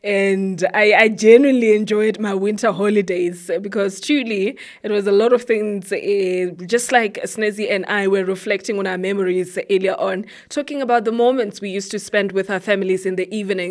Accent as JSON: {"language": "English", "region": "Quthing", "country": "Lesotho", "tie": "born or raised there", "said": "I grew up in Kuting"}